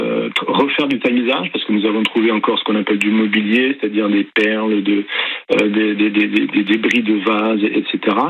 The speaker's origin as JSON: {"language": "French", "region": "Grand Est", "country": "France", "said": "comme je suis lorrain"}